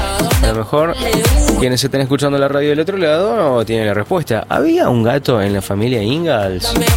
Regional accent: Alto Palpalá, Jujuy, Argentina; Pato, te cuento que … de Alto Palpalá.

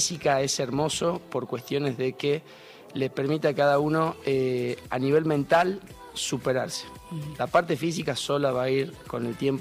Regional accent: Jujuy, Argentina; nosotros siendo jujeños

